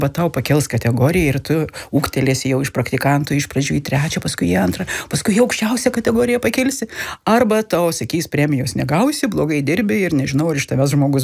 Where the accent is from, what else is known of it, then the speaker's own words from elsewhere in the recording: Skaudvilė, Tauragė County, Lithuania; Jinai iš Viduklės, aš iš Skaudvilės.